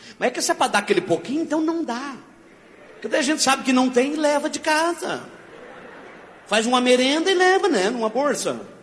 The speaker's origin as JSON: {"language": "Portuguese", "town": "Itaquari", "region": "Rio Grande do Sul", "country": "Brazil", "tie": "born there", "said": "Ia lá de Itaquari, a cidade que eu nasci, passear em Gramado e Canela, na Serra Gaúcha."}